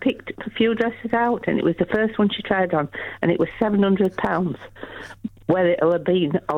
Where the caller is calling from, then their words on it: Bradford, Yorkshire and the Humber, United Kingdom; Yeah, I'm from Bradford.